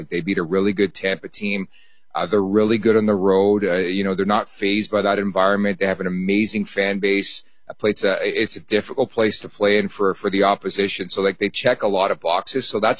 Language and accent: English; Montreal, Quebec, Canada; I'm from Montreal. I was born in Montreal.